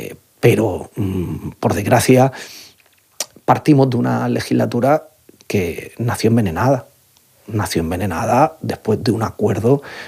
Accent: Spain; no solo como españoles, sino todo lo que suponemos como comunidad hispana.

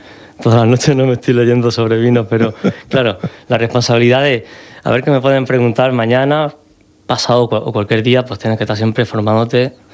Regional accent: Cehegín, Region of Murcia, Spain; Somos los dos de Cejín, fuimos al mismo colegio y seguramente tendríamos los mismos profesores

